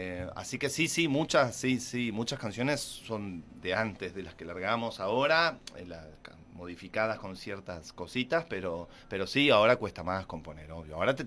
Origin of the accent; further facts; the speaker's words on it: Buenos Aires, Argentina; now in San Fernando, Argentina; Viví muchos años de chico en Capital y bueno, viste que venís acá y respirás, es eso. Pero en San Fernando, donde vivo allá